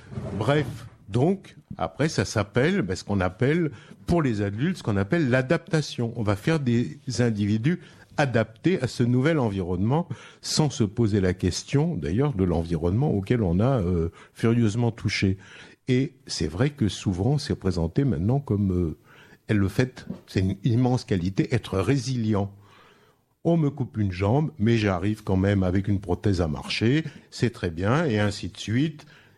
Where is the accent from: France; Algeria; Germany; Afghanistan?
France; born there; je suis né en France